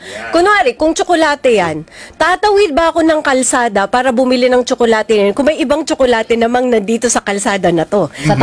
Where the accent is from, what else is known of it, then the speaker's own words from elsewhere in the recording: Bicol Region, Philippines; Tagalog is a second language; Mahina po ako sa Tagalog. Bicolana kasi ako.